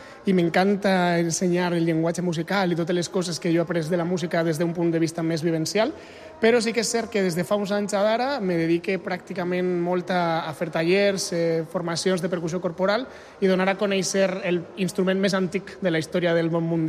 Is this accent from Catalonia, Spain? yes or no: no; Mascarell, Valencian Community, Spain; sóc de Mascarell, que és un poblet molt petit a Castelló, a València.